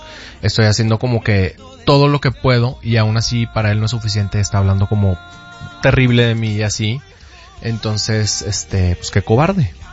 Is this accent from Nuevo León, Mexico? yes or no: yes; Monterrey, Nuevo León, Mexico; now in Mexico City, Mexico; Los climas, fíjate, que yo soy de Monterrey. Allá sí hacen unos calorones.